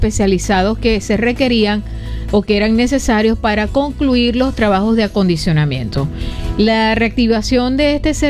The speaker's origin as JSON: {"language": "Spanish", "country": "Venezuela", "said": "nosotros, los venezolanos"}